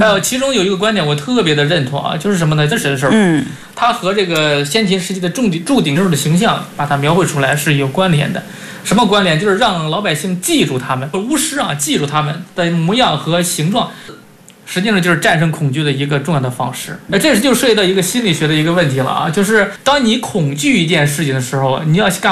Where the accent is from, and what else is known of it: China